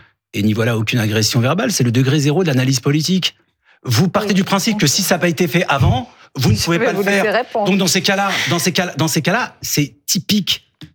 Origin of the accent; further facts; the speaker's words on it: France; je suis pas américain, je suis français.